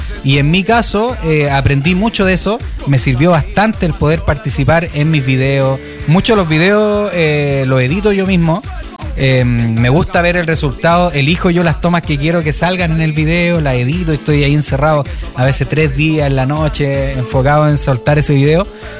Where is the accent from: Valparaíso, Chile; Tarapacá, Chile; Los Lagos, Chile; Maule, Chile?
Valparaíso, Chile; Quilpué; provengo de un barrio de Quilpué